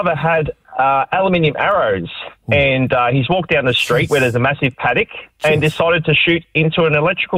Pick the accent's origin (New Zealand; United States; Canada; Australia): Australia; Campbelltown, New South Wales; growing up in Campbelltown in the 80s